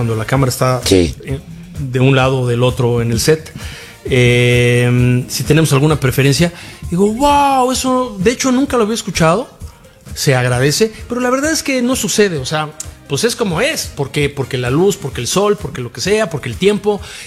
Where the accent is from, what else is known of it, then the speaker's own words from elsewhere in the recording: Tlatelolco, Mexico City, Mexico; born there; Yo nací en Tlatelolco.